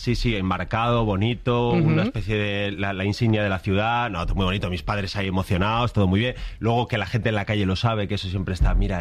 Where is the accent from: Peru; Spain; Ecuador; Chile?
Spain; León, Castile and León; mis anécdotas anécdotas, mi manera de hablar, mis cosas son todos de mis amigos de León.